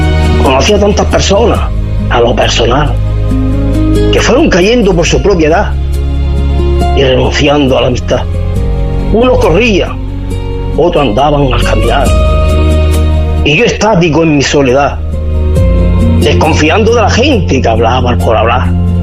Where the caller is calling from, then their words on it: Huércal de Almería, Andalusia, Spain; de Huerca de Almería.